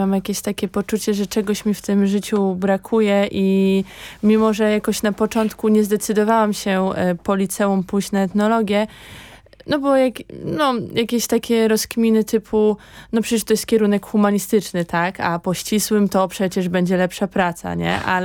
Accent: Masovian Voivodeship, Poland; moved away as an adult; now in Warsaw, Poland; ja jestem Kurpiem, a kiedyś bym stwierdziła, że po prostu ja jestem ze wsi, ja jestem stąd

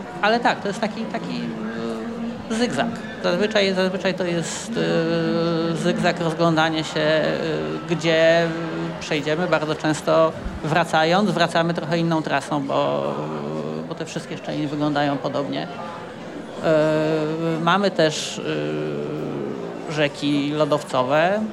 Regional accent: Subcarpathian Voivodeship, Poland; moved away; wychowałem się w Bieszczadach

